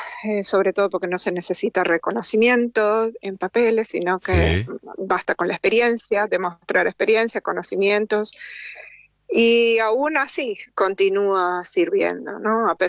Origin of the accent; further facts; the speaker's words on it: Buenos Aires, Argentina; also born or lived in Rosario / Formosa / Chaco; now in Stuttgart, Germany; Nací en Rosario, nos trasladamos a Formosa, luego a Chaco y finalmente a Buenos Aires. Y de ahí despegué para Alemania.